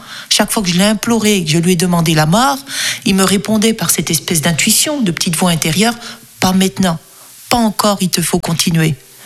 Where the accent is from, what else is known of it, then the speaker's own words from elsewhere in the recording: Saint-Claude, Bourgogne-Franche-Comté, France; à Saint-Claude, de ville où je suis née, dans le Haut-Jura, communauté musulmane très très importante.